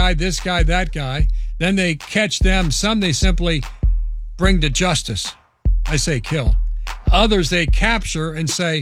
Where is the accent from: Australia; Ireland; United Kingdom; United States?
Ireland; I'm an Irishman. I don't care much for the English because they took six of our counties and refused to give it back.